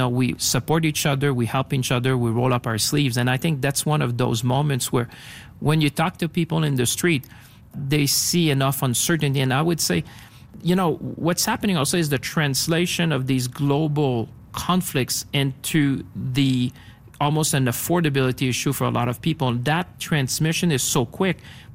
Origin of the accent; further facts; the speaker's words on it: Canada; not even just because I'm Canadian